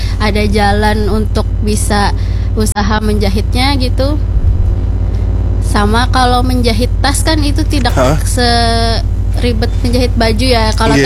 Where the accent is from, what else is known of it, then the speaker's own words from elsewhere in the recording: Banjarmasin, South Kalimantan, Indonesia; Asli Banjarmasin enggak?